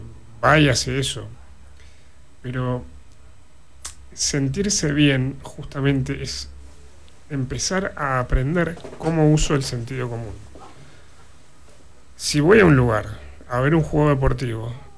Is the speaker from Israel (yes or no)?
no; Argentina; porque somos argentinos descendientes en gran parte o mayoría de europeos, españoles y italianos.